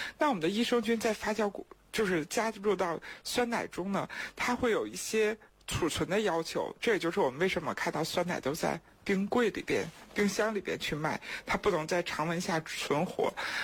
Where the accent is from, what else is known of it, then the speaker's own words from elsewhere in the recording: China; 我们中国人